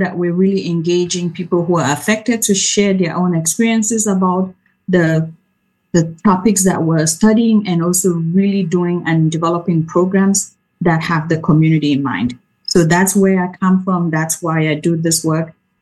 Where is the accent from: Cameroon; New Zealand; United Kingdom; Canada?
Cameroon; moved away as an adult; now in United States; I am born and raised in Cameroon, came to the U.S. for higher education and then stayed.